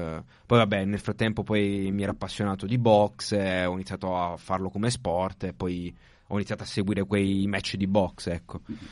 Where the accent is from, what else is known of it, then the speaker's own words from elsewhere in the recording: Reggio Emilia, Emilia-Romagna, Italy; tra l'altro squadra che gioca vicino a casa mia, dove sono cresciuto, a Reggio Emilia.